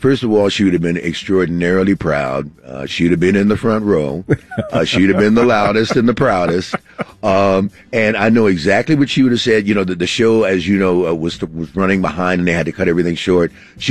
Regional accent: New York, United States; growing up in New York, on the street corners, you know, on summer nights, you would hear doo-wop.

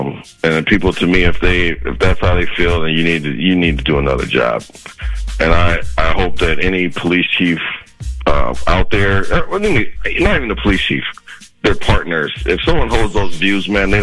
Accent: Minnesota, United States; I'm from Minnesota. I know how we are.

